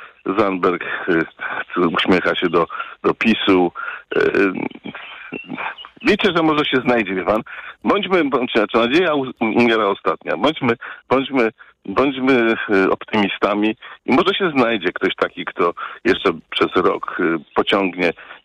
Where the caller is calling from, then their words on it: Lubusz Voivodeship, Poland; na Ziemi Lubuskiej